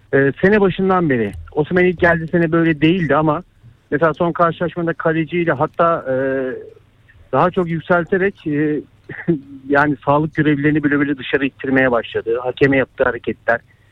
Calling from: Istanbul, Turkey; ben İstanbul'dan Fenerbahçeliyim.

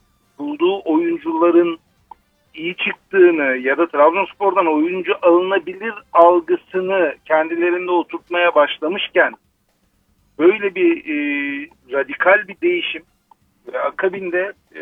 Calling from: Istanbul, Turkey; İstanbul'dan arıyorum.

